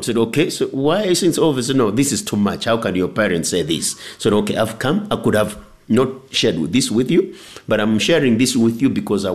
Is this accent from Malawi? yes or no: yes; Ngoni, Malawi; I come from Ngon culture where we pay dowry